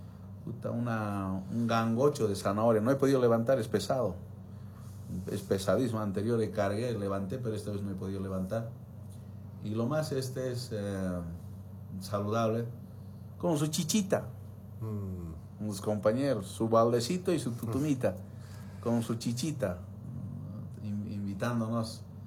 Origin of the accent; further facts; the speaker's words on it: Bolivia; Aparte de ser gobernador, como boliviano, no es concebible, definitivamente no es concebible este tipo de programas o proyectos que está aplicando